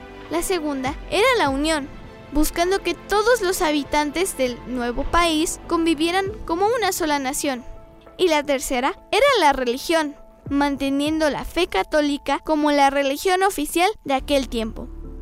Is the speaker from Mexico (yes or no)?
yes; Mexico